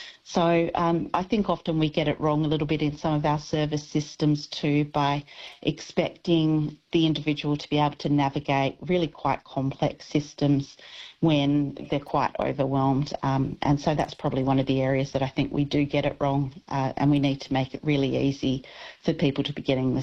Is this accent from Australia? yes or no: yes; Australia; as our Australian society, we need to, you know, let our politicians know that there's things that we would like them to be doing